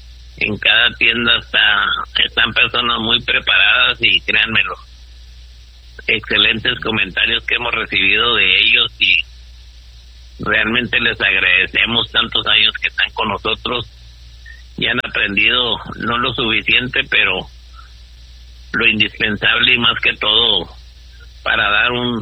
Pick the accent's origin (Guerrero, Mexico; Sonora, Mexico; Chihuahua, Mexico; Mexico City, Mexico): Chihuahua, Mexico; Delicias; moved away; mi tierra querida, Delicias.